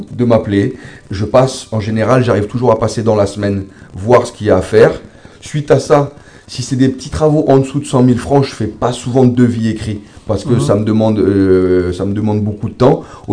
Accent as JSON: {"language": "French", "town": "Païta", "region": "South Province", "country": "New Caledonia", "said": "Je viens de Peïta."}